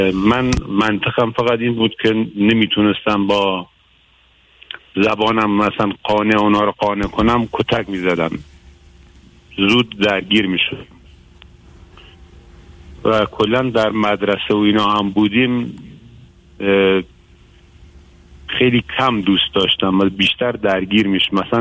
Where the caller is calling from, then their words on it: Iran; من از ایران هستم، از ایران زنگ میزنم. 56 سالمه، فرزند سوم خانواده هستم.